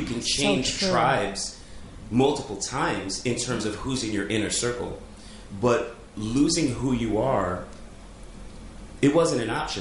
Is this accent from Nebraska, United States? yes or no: yes; Lincoln, Nebraska, United States; born there; also born or lived in Ohio; now in New York, United States; Growing up in Lincoln, it's a college town.